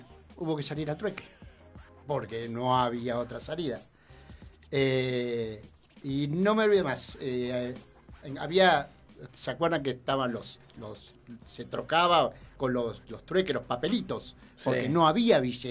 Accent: Bahía Blanca, Buenos Aires Province, Argentina; yo soy de acá de Bahía.

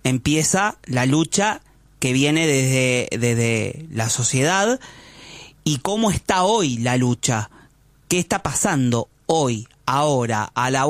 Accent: Argentina; nosotros deberíamos como pueblo argentino seguir el ejemplo.

